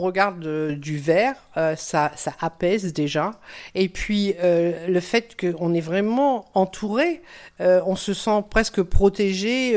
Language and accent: French; Hauts-de-France, France; On a reconnu qu'on venait de la même région, du Nord, vous savez, où il fait froid soi-disant.